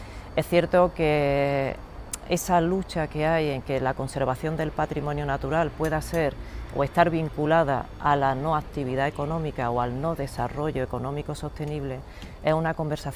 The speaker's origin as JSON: {"language": "Spanish", "town": "Pozo Alcón", "region": "Andalusia", "country": "Spain"}